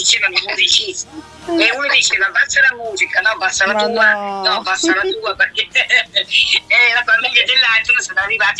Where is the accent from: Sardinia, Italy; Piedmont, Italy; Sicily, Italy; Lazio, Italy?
Sicily, Italy; Io sono siciliana pure io